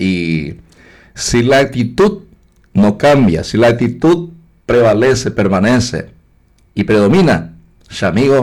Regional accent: Paraguay; Nosotros como paraguayos

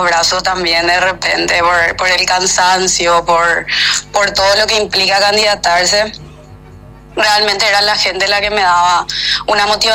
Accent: Luque, Central, Paraguay; Yo siento demasiado orgullo por mi ciudad, como digo, siempre toda mi vida viví acá, nací en Luque, entonces tengo el arraigo demasiado fuerte por mi ciudad.

